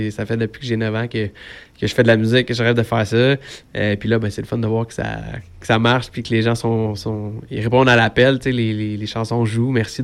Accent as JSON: {"language": "French", "region": "Quebec", "country": "Canada", "said": "Au Québec, on a le country heart à la bonne place."}